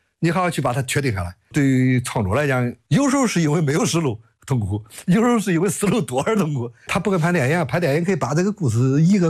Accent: Heze, Shandong, China; born or raised there

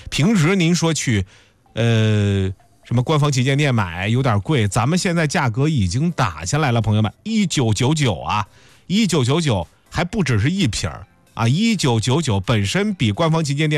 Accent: Shandong, China; 哎，这是很多咱们山东人家里的吃早餐的一个标配。

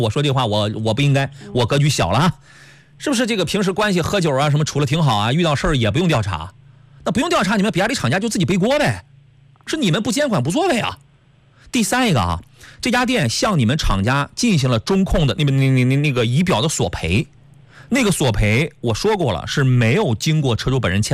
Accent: Qingdao, Shandong, China; moved away; 我们青岛的，我老家的朋友

